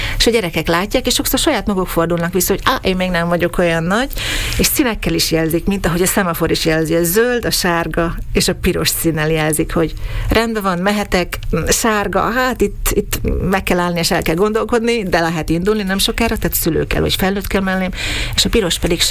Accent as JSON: {"language": "Hungarian", "region": "Southern Slovakia", "country": "Slovakia", "moved": "yes", "lives_now": "Austria"}